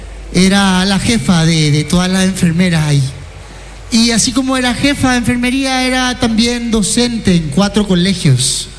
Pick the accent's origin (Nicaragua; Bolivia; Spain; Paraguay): Paraguay; Itauguá, Central; born there; Hospital Nacional de Itagua, lugar donde yo nací.